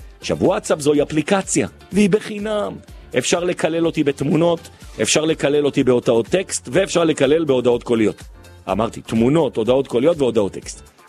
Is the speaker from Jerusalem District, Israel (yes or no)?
yes; Jerusalem, Jerusalem District, Israel; כירושלמי משוגע